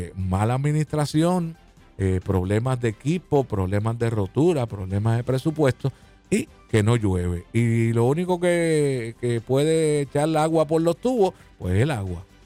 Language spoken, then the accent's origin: Spanish; Mameyes, Puerto Rico; Bueno, acuérdate que yo soy de Mameye, 1960.